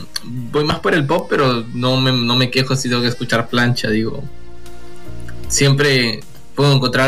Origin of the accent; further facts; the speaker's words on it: Uruguay; soy de Uruguay.